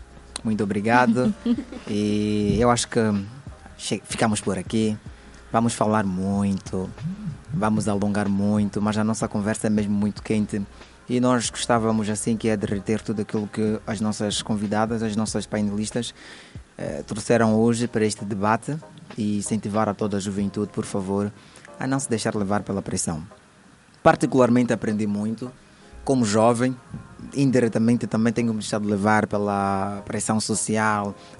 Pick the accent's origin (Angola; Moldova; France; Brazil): France; also born or lived in Dubai, United Arab Emirates / Abu Dhabi, United Arab Emirates / Portugal; now in Mozambique; Já sabes que eu nasci em Dubai, a minha infância era na França, fiz ensino primário em Abu Dhabi, o ensino secundário foi em Portugal e recentemente cheguei a Moçambique.